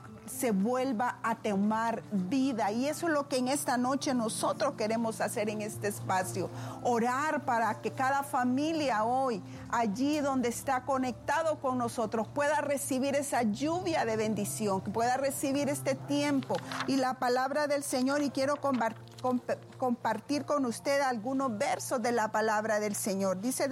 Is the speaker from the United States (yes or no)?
no; Honduras; nosotros como hondureños